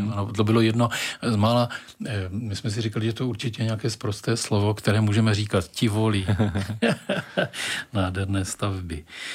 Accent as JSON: {"language": "Czech", "town": "Brno", "region": "South Moravian Region", "country": "Czechia", "said": "Já pocházím z Kotlářské a tady ze Žabin úplně na začátku života."}